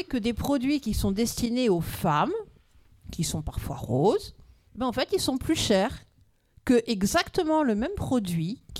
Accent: France; Et du coup, chez nous, en France, à votre avis ?

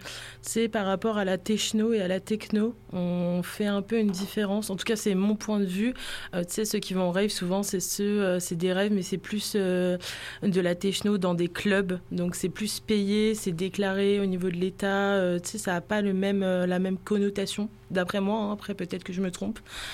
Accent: Mer, Centre-Val de Loire, France; j'ai donc 27 ans et je suis originaire de Mer.

